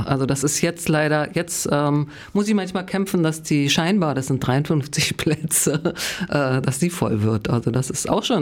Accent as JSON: {"language": "German", "region": "Berlin", "country": "Germany", "said": "Nein, ich komme aus Berlin."}